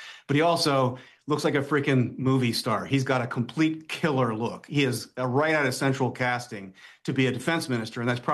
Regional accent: United States; Now, I can be just as selfish as an American saying I'm for it as long as it's our rules

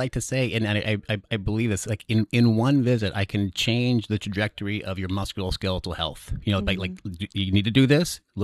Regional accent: Northwest, United States; now in Amherst, United States; I'm from the Northwest. You know, I've been living in Amherst for the last, you know, like 15 years or so, working in Londonderry, Manchester.

